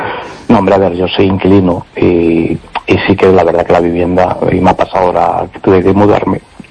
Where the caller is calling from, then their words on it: A Coruña, Galicia, Spain; Hola, buenas noches … de Coruña.